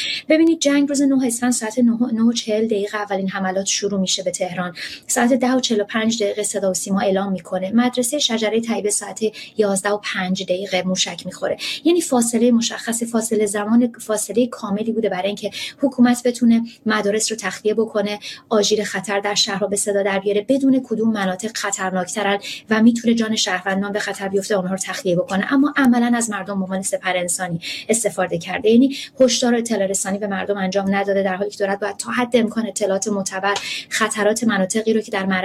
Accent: Iran; ما همه ماها به یادمون هست ماهایی که در ایران سال‌ها رو بزرگ شدیم ما در زیرزمین خونه‌های خودمون که انقدر امن نبود در واقع پناه می‌گرفتیم

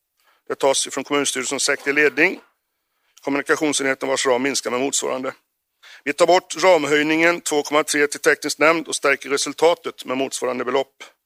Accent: Arentorp, Västra Götaland County, Sweden

